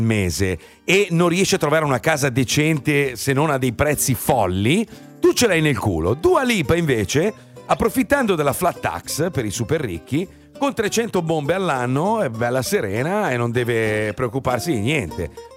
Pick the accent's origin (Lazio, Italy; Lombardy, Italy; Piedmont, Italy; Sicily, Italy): Lombardy, Italy; Milan; Io sono milanese